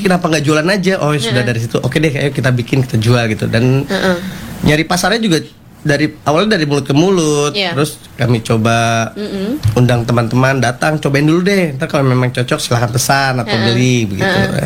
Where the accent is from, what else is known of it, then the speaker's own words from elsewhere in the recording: Jakarta, Indonesia; Kebetulan saya asli dari Jakarta dan saya punya anak namanya Naura.